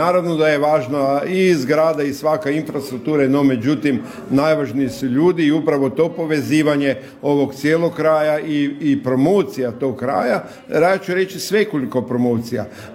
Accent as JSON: {"language": "Croatian", "region": "Međimurje County", "country": "Croatia", "said": "ja sam iz Međimurja"}